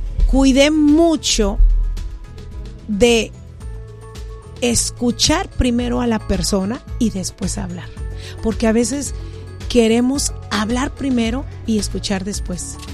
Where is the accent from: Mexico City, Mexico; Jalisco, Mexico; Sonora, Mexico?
Jalisco, Mexico; Guadalajara; disculpe, es que yo no soy de aquí. Le dije, yo vengo de Guadalajara.